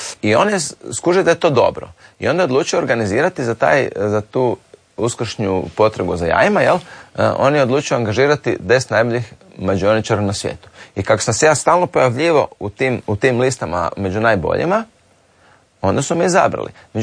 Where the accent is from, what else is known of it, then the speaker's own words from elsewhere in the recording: Croatia; ja sam iz Hrvatske.